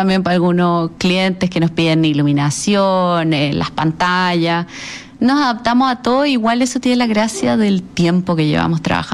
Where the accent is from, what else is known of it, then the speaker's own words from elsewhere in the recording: southern Chile, Chile; Yo soy sureña, alemana, y soy muy agridulce.